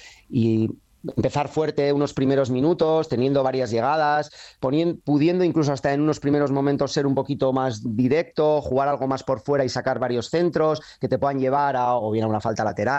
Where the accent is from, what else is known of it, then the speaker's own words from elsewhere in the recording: Bilbao, Basque Country, Spain; somos de Bilbao